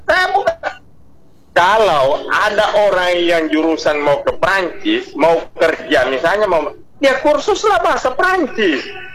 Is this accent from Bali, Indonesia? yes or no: no; Bone, South Sulawesi, Indonesia; born there; first language Bugis; Indonesian is a second language; moved away; saya lahir di Bone Pak tapi besar di daerah di rantau